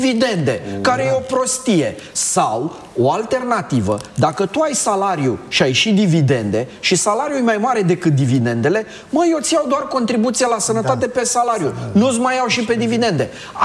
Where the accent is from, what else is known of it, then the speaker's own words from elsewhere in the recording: Romania; eu, ca român, am alte așteptări.